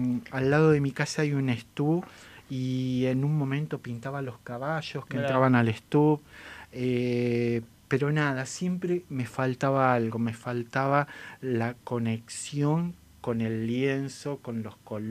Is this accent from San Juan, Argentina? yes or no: no; Ingeniero Luiggi, La Pampa, Argentina; mi pueblo natal, Ingeniero Luis de la Pampa, donde tengo los comienzos, ahí nace mi arte, desde muy chico con mi padre